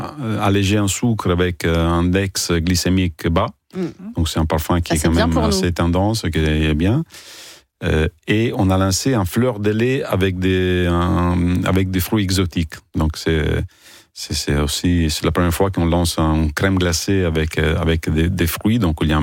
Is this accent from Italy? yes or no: yes; Italy; French is a second language; now in France; C'est un pays qui m'a donné cette opportunité, donc je suis très content d'être venu en France.